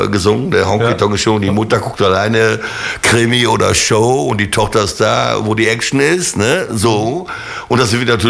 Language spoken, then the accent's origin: German; Münster, North Rhine-Westphalia, Germany; born there; also ich bin in Münster geboren, also in Hiltrup, ganz genau.